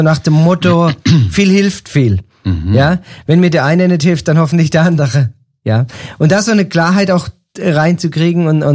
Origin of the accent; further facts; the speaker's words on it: Germany; moved away as an adult; now in Peru; Als Deutscher ist man es gewohnt, morgens zum Bäcker zu gehen und Brötchen zu holen